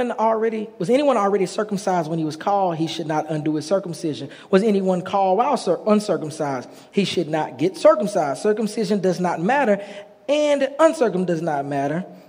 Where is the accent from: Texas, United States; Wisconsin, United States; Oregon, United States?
Texas, United States; Dallas; I grew up in Texas. So in Texas, you know, in Dallas, we got the city, but then you can go right outside of Dallas and it's not so city anymore. Become a little more rural.